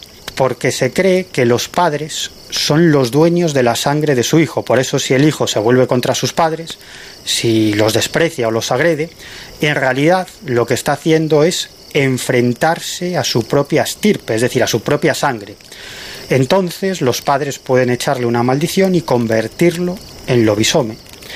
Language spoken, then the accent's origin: Spanish; Galicia, Spain; en mi tierra, en Galicia, la tradición de los hombres lobo, los lobisomes en gallego, es una tradición que está muy extendida.